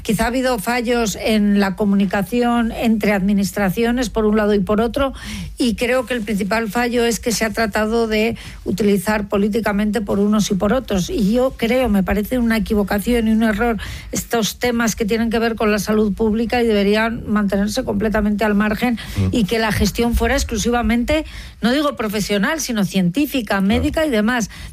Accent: Madrid, Community of Madrid, Spain; born there; Ahí nací yo, en el Gómez Ulla.

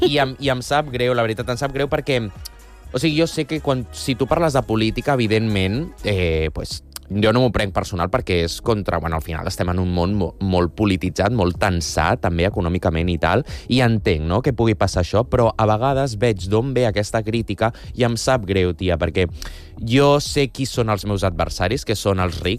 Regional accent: Barcelona, Catalonia, Spain; first language Spanish; Catalan is a second language; la gent que som de Barcelona, no, sembla que com que totes compartim que estimem molt la nostra ciutat i som molt de Barcelona, saps?

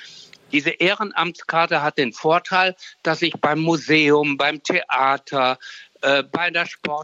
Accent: Lower Saxony, Germany; ich komme aus Niedersachsen

